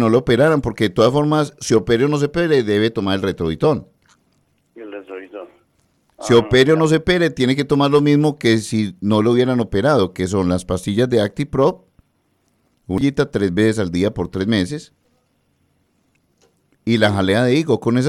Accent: Medellín, Antioquia, Colombia; born there; Ahí nací yo, ahí estaban los recuerdos de mi familia y todo.

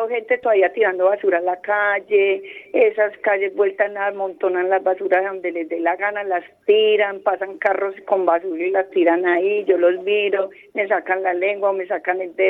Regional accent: Medellín, Antioquia, Colombia; yo fui criada en Manrique, yo ahora vivo en Prado Centro

